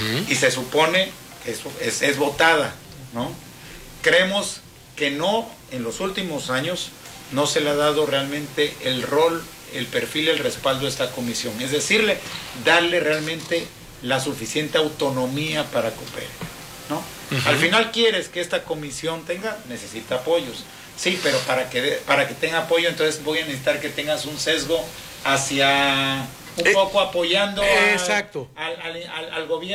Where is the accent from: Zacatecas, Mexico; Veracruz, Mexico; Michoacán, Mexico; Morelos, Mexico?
Veracruz, Mexico; somos veracruzanos